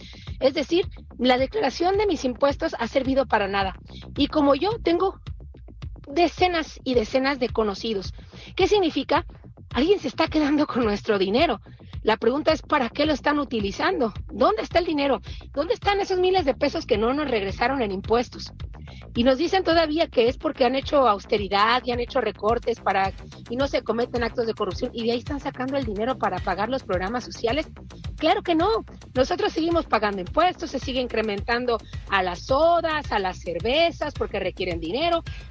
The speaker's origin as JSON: {"language": "Spanish", "country": "Mexico", "said": "Y ahí vamos a comparar ustedes, si no somos los mexicanos los que estamos pagando todos los programas sociales"}